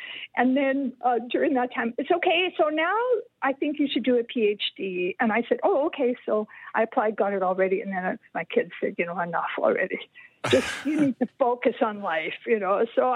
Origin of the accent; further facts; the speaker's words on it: Canada; moved away as an adult; also born or lived in Rome; now I'm in my home country